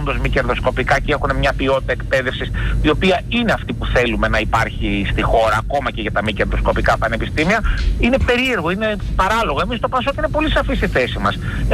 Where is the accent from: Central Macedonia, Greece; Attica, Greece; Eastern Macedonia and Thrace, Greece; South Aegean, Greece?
Central Macedonia, Greece; Thessaloniki; Εγώ μεγάλωσα στη Δυτική Θεσσαλονίκη